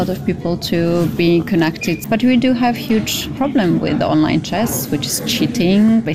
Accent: Georgia; now in Poland; I'm from Georgia, living in Poland, and I'm here for Superbet Foundation.

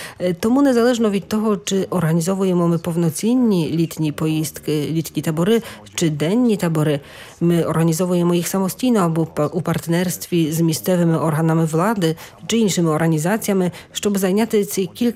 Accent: Poland; ми, поляки

